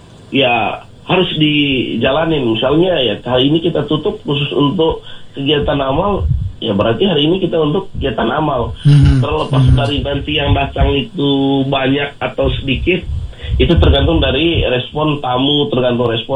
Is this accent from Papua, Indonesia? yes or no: no; East Nusa Tenggara, Indonesia